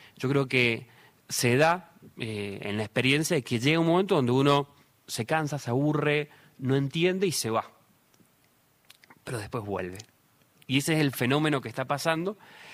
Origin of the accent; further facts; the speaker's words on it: Argentina; creo que Messi, como un argentino común que nos representa